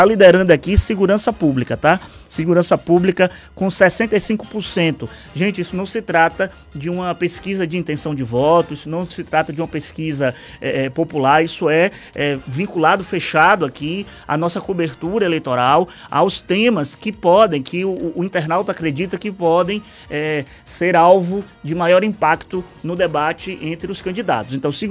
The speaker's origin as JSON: {"language": "Portuguese", "town": "Conceição do Coité", "region": "Bahia", "country": "Brazil", "tie": "born or raised there", "said": "Rádio de Conceição do Coité, minha cidade natal"}